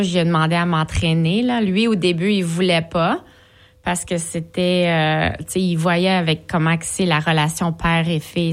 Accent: Blainville, Quebec, Canada; also born or lived in Montreal; moi, je suis née en 87, puis j'ai grandi à Blainville.

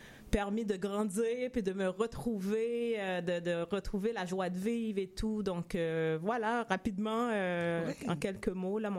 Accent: Montreal, Quebec, Canada; nous, on vient de Rivière-des-Prairies aussi, donc c'est un quartier qu'on adore.

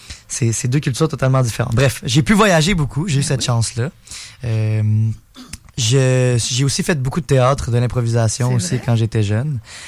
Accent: Quebec City, Quebec, Canada; born there; first language Spanish; French is a second language; Ma mère est espagnole, 100% espagnole, et mon père est de Montréal. Et donc, je suis né à Québec, ici, là, comme tu disais, Carl, dans le quartier Saint-Sacrement, donc dans la circonscription de Taschereau. Je parle français, anglais, espagnol, bien évidemment. L'espagnol étant ma langue maternelle.

